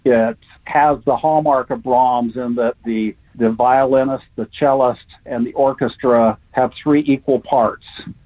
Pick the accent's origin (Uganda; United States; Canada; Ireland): United States; Salt Lake City, Utah; from Salt Lake City, Utah